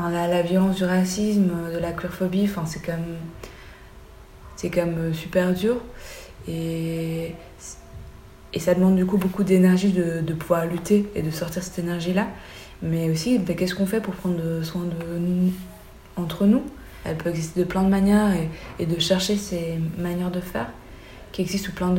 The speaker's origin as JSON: {"language": "French", "country": "Belgium", "said": "comme je suis belge au Thaï, pour des personnes blanches ou en Belgique, personne ne remettrait en question ma légitimité"}